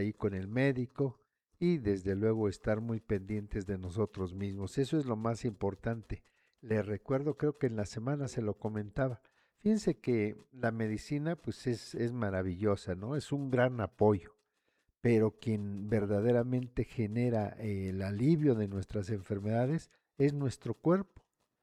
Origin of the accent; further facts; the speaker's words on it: San Juan Yucuita, Oaxaca, Mexico; San Juan Yucuita, mi tierra querida, San Juan Yucuita.